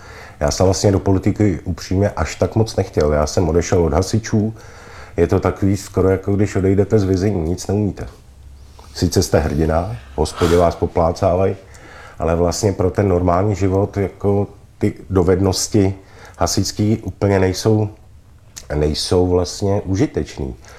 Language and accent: Czech; Prague, Czechia; jsem z Bohnic, což taky není úplně jednoduchý být z Bohnic